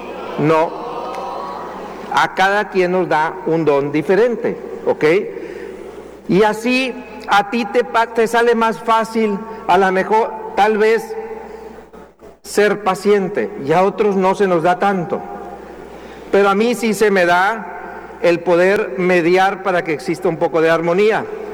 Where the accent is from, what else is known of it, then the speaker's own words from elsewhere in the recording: northern Mexico, Mexico; pues soy norteño